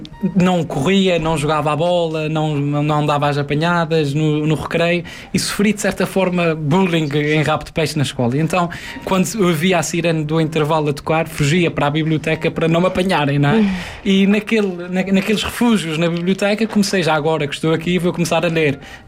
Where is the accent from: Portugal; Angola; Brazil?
Portugal; Azores; eu vim dos Açores também, de certa forma, atrás da minha inspiração.